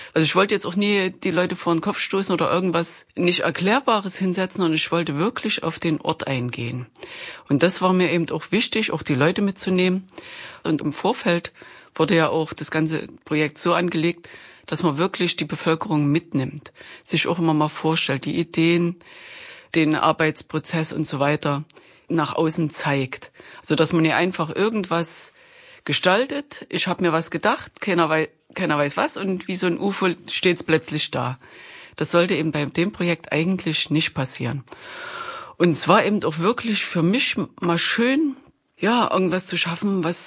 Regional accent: Chemnitz, Saxony, Germany

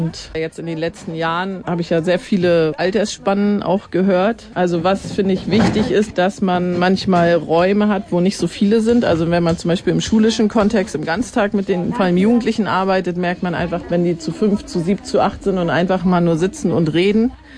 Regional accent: Northern Germany, Germany; Ich komme aus dem Norden, also die ist komplex.

